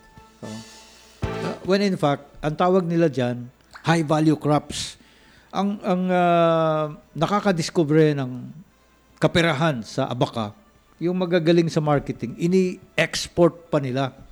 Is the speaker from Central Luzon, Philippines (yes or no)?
no; Davao Region, Philippines; mabuti na lang doon sa amin sa lugar namin sa Davao